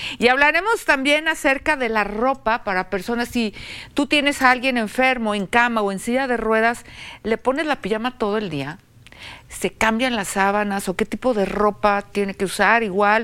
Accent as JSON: {"language": "Spanish", "country": "Mexico", "said": "nos distinguieron a nosotros los mexicanos"}